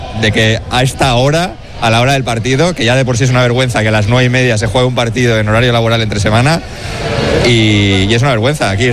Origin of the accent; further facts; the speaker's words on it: Bilbao, Basque Country, Spain; now in Valencia, Spain; Somos de Bilbao, pero estamos afincados en Valencia desde hace 1000 años ya, vamos.